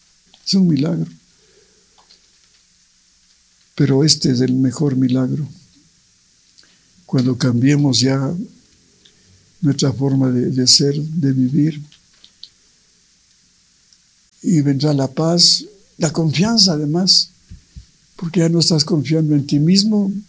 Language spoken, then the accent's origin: Spanish; Ibarra, Imbabura, Ecuador; born there; now in Quito, Ecuador; fue en Quito, nací en Ibarra